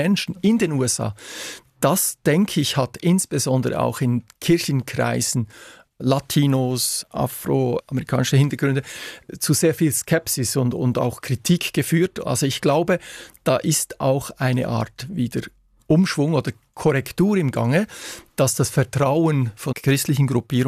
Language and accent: German; Switzerland